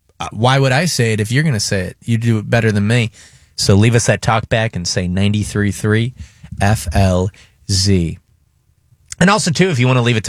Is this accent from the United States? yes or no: yes; Michigan, United States; also born or lived in Arizona; I was born in Arizona. They call it soda there, and then we moved to Michigan. They call it pop.